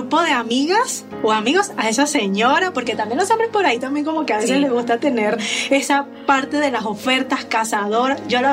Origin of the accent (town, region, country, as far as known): Venezuela; moved away as an adult; now in Mexico